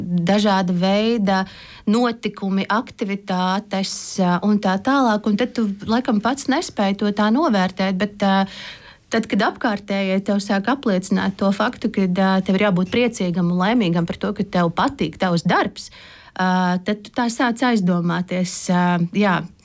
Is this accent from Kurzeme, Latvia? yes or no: no; Courland, Latvia; esmu kurzemniece.